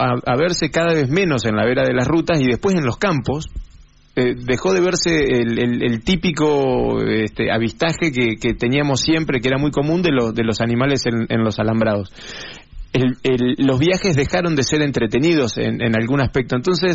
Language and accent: Spanish; Concordia, Entre Ríos, Argentina; yo soy de Concordia, muchos lo saben, y mis padres son de Urdinarrain